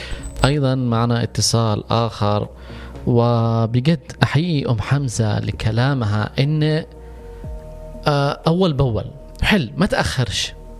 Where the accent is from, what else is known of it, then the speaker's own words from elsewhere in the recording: Yemen; نحن للأسف في اليمن